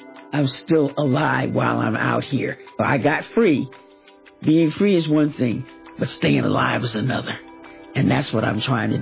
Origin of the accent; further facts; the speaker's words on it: Teaneck, New Jersey, United States; also born or lived in Topeka, Kansas / Orlando, Florida; I was raised in Teaneck, New Jersey, 3 blocks from the … We all grew up together. Going between Teaneck, New Jersey, Topeka, Kansas, and Orlando, Florida, those are the places that I grew up.